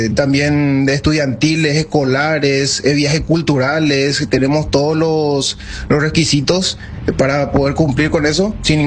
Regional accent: Horqueta, Concepción, Paraguay; soy acá de la ciudad de Orqueta.

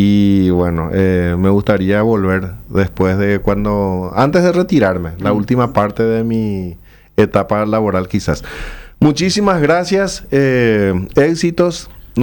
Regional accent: Alto Paraná, Paraguay; moved away; Yo soy alto paranaense.

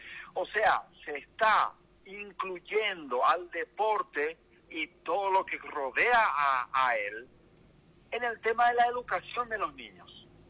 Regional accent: Paraguay; Yo no puedo yo permitir como paraguayo

